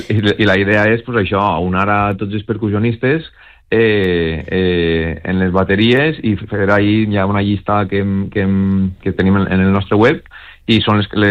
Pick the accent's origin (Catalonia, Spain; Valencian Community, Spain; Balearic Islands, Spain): Valencian Community, Spain; Gata de Gorgos; molts músics som de Gata